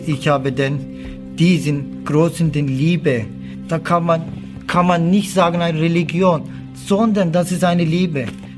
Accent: Turkey; German is a second language; moved away as an adult; now in Switzerland; Ich bin aus der Türkei, ich bin in der Türkei aufgewachsen.

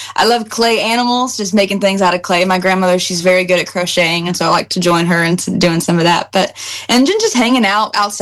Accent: Edna, Texas, United States; Yeah, I'm from Little Edna, Texas. We have a whole bunch of Dollar Generals. Our town practically runs on Sonic. Our Walmart closed down. So it is just a super small town, about 2 hours south of Houston.

